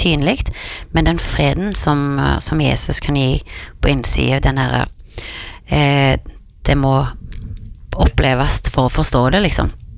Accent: Karmøy, Rogaland, Norway; Men jeg kom jo fra Karmøy, og der er det jo masse, ja, mange som er glad i country, og farmen er veldig glad i country.

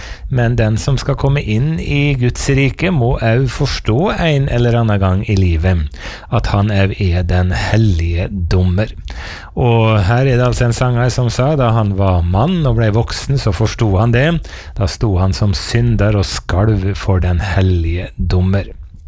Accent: Eide, Møre og Romsdal, Norway; nå skal jeg forflytte meg hjem til bedehuset hjemme på Eide på Nordmøre, hvor jeg vokste opp

